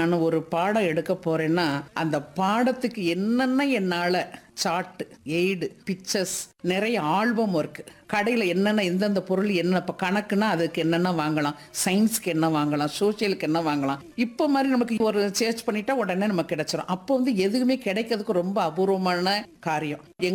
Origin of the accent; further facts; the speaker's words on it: Madurai, Tamil Nadu, India; என்னுடைய பூர்வீகம் வந்து ராமநாதபுரம். நான் பிறந்து வளர்ந்தது எல்லாமே மதுரை தான்.